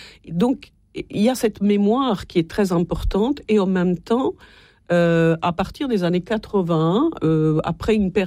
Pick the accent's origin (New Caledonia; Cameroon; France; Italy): Italy; moved away; moi, je suis italienne, je ne viens pas d'un pays.